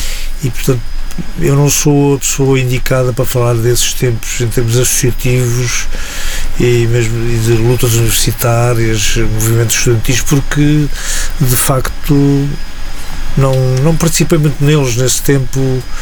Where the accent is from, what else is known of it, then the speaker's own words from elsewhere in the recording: Coimbra, Centro, Portugal; eu sou de Coimbra.